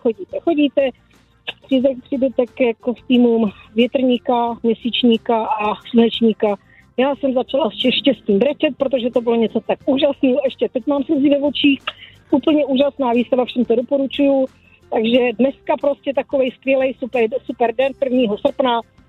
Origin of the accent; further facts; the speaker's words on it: Moravská Třebová, Pardubice Region, Czechia; My jsme jí řekli, že jsme praskyle z Moravský Třebový